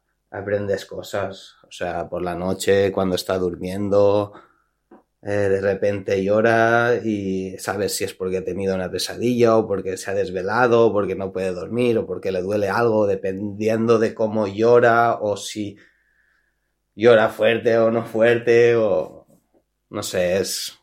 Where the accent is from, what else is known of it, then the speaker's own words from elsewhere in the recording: Alicante, Valencian Community, Spain; now in Vilanova i la Geltrú, Spain; ella trabaja aquí, en Vilanova y la Geltrú, nosotros somos de Alicante, y bueno, dio a luz allí.